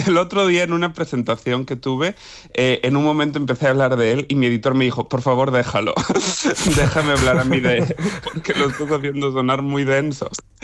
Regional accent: Vilalba, Galicia, Spain; somos los dos de Vilalba

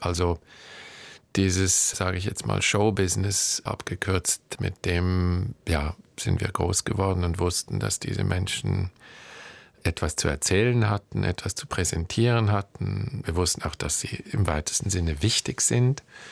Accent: Zurich, Switzerland; moved away as an adult; also born or lived in Los Angeles, California; was man typischerweise als Schweizer Kind oder als Zürcher Kind in meinem Quartier gesehen hat.

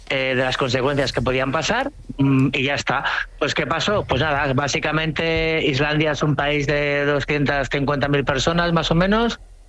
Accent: Cambrils, Catalonia, Spain; cuando llego a casa, a mi pueblo, a Cambrils

